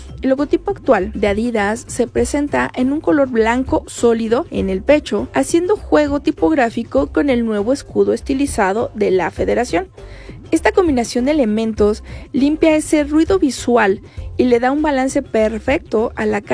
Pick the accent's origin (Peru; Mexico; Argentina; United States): Mexico; aquí somos y somos mexicanos, ¿no?